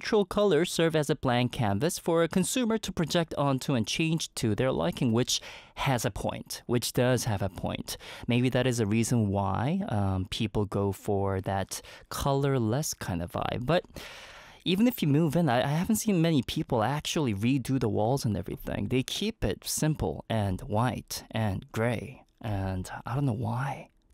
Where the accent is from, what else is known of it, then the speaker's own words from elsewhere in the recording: Canada; Growing up in Canada